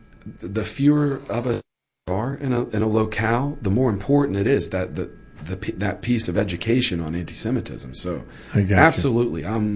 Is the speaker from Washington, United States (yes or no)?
no; New Orleans, Louisiana, United States; born there